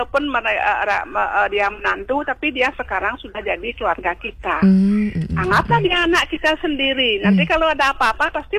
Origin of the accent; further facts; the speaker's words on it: Bali, Indonesia; Kalau kita anak Bali, orang umat Hindu, beda caranya memohon.